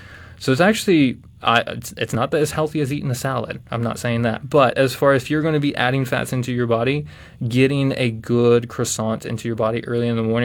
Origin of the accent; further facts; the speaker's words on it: Zihuatanejo, Guerrero, Mexico; moved away as an adult; now in United States; I'm from Mexico in a small town called Ixtapas y Huatanejo. It's on the Pacific coast.